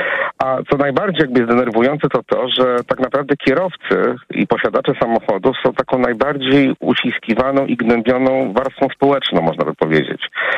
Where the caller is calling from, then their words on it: Warsaw, Masovian Voivodeship, Poland; akurat ja dzwonię z Warszawy